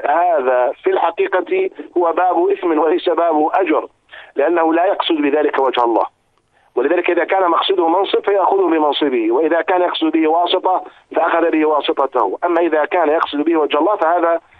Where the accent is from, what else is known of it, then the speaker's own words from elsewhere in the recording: Jordan; عندنا في الأردن